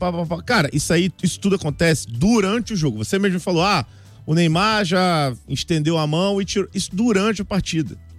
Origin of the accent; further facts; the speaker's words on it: São Gonçalo, Rio de Janeiro, Brazil; Sou de São Gonçalo, cara.